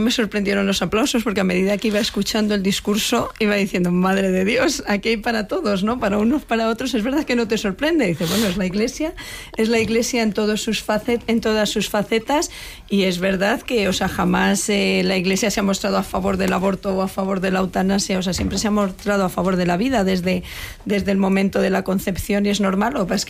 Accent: Spain; now in Madrid, Spain; yo como española y como, bueno, pues no soy de Madrid, pero vivo aquí

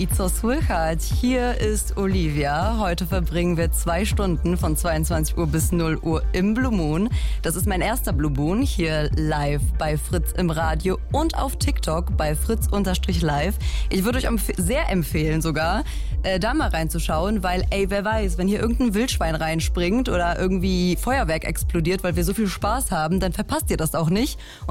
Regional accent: Poland; now in Germany; ich bin Polin.

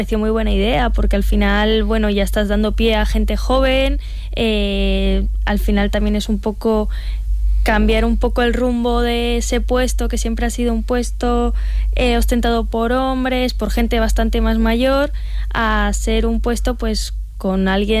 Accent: Casarrubios del Monte, Castilla-La Mancha, Spain; Mi pueblo es Casarrubios del Monte, es un pueblecillo de Toledo.

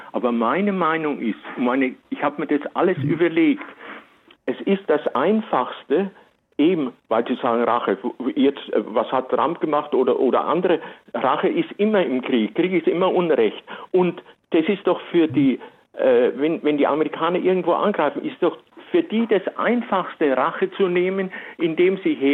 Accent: Germany; Das ist eine ganz große Gefahr für die Bundesrepublik, meine Heimat.

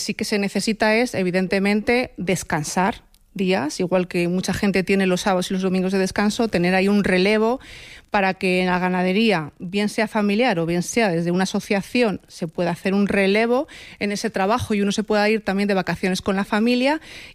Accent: Medina de Rioseco, Castile and León, Spain; Bueno, pues en mi pueblo, que es la ciudad de los almirantes, es un municipio que actualmente tiene 4.600 y pico habitantes, es cabecera de comarca

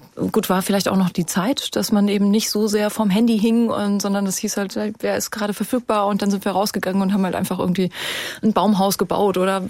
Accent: Hesse, Germany; now in Bremen, Germany; Ich bin ja wirklich auf einem kleinen Ort mit, 350 Einwohnern groß geworden.

